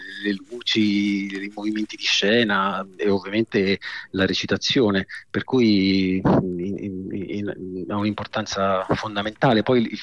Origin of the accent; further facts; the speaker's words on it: Sardinia, Italy; io poi sono sardo e in qualche modo ho riscritto il Macbeth di Shakespeare in sardo